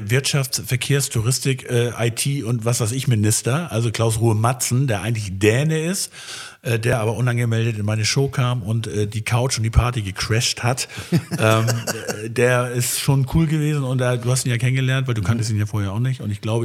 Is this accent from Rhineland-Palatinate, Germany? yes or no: no; Schleswig, Schleswig-Holstein, Germany; born there; ich komme ja aus Schleswig, bin geborener Schleswiger